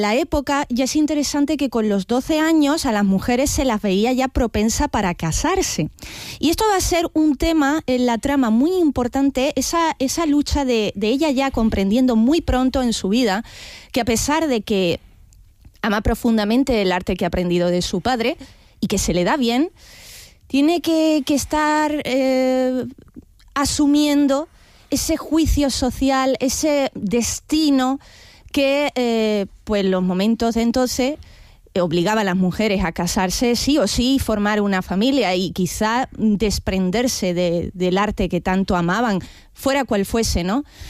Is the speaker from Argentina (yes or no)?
no; Málaga, Andalusia, Spain; Efectivamente, yo soy malagueña.